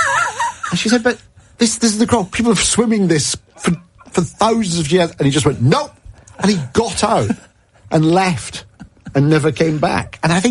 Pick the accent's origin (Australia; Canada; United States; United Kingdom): United Kingdom; Scotland; So, you know, being Scottish... I will be Scottish and Italian, you know, I've got the best of both.